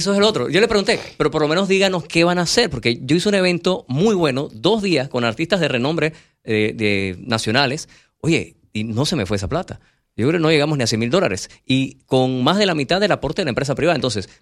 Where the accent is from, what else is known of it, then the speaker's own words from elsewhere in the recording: Panama City, Panamá, Panama; yo soy del barrio de Panamá Viejo